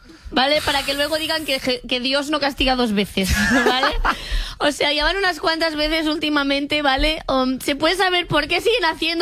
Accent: Catalonia, Spain; como persona catalana esto me

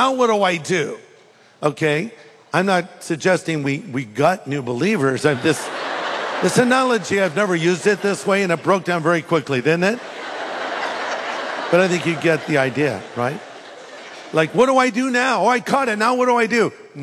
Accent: California, United States; I'm not. I'm from California.

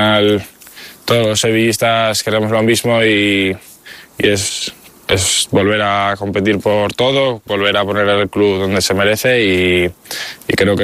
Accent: León, Castile and León, Spain; Sí, yo soy de León y siempre que puedo pues me gusta ir allí, me siento como en casa

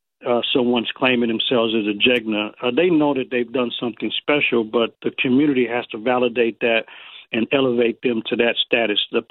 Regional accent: San Francisco, California, United States; I remember my family, when we grew up in San Francisco, we always made fun of the nonsense on TV.

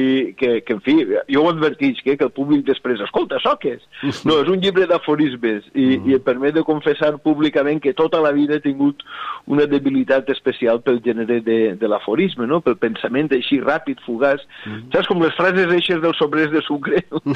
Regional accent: Alcoy, Valencian Community, Spain; moved away

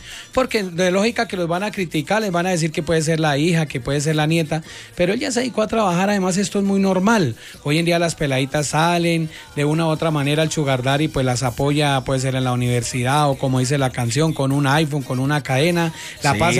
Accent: Tausa, Cundinamarca, Colombia; now in Bogotá, Colombia; Yo soy cundiboyacense, de Tausa, Cundinamarca, un municipio que está muy cercano hacia Chiquinquirá y Huaté.

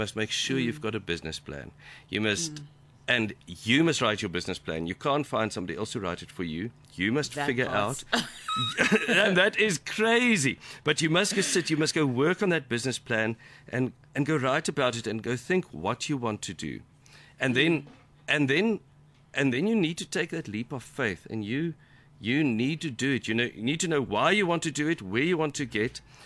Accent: South Africa; And I think that's the huge exciting thing of being South African.

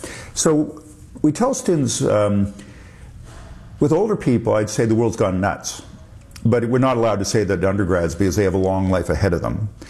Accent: Canada; also born or lived in Europe; It's good being Canadian. I lived in Europe for years. It's good being Canadian.

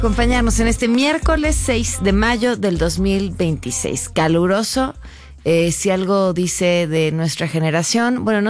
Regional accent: Sinaloa, Mexico; Estoy en mi tierra, a ras de suelo y con la frente en alto, con las y los nuestros, el pueblo de Sinaloa.

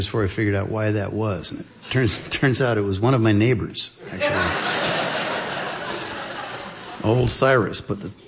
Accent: Concord, New Hampshire, United States; also born or lived in Cambridge / New York / Hillsborough, New Hampshire; I grew up in Concord, New Hampshire. Actually, I grew up at St. Paul's School, so I grew up in 18th century England. But geographically, it was in Concord, New Hampshire.

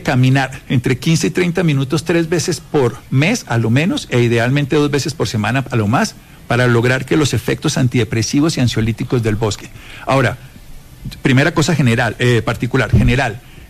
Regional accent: Armero, Tolima, Colombia; yo soy de Armero, y esto sí que fue importante, la reconstrucción del pueblo

